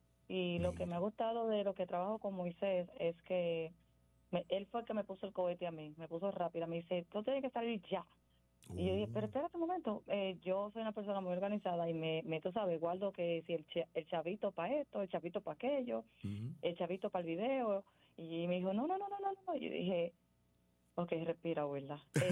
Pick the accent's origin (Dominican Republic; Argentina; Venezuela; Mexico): Dominican Republic; soy dominicana, amo el merengue, es mi bandera, trato siempre de ponerle en alto donde quiera que voy, es mi cultura